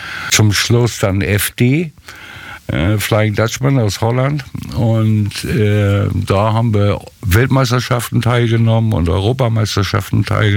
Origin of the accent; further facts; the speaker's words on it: Hamburg, Germany; also born or lived in Louisenlund, Schleswig-Holstein; Ich bin, warum auch immer, in Blankenese groß geworden. Bin natürlich zur Grundschule da gegangen.